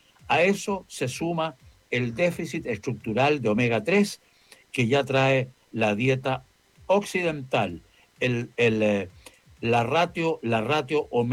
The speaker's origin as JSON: {"language": "Spanish", "country": "Chile", "said": "somos mucho más chilenos, y mucho más habitantes chilenos, ciudadanos chilenos"}